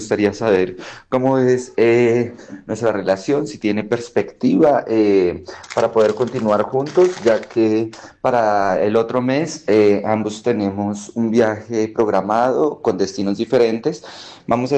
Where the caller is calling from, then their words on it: Bogotá, Bogotá D.C., Colombia; llamo desde Bogotá … del 28 de marzo de 1993